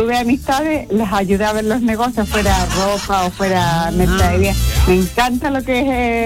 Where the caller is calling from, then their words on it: Lebu, Biobío, Chile